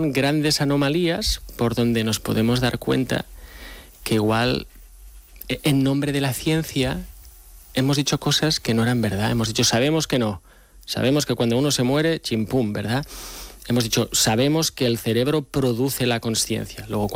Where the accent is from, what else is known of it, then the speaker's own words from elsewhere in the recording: Barcelona, Catalonia, Spain; now in Alicante, Spain; Aunque yo soy de Barcelona, pero ya hace casi 10 años que estoy en Alicante.